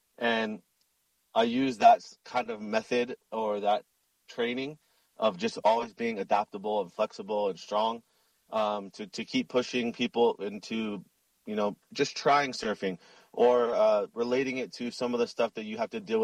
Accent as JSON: {"language": "English", "region": "Hawaii", "country": "United States", "said": "for me, being a waterman is just being Hawaiian"}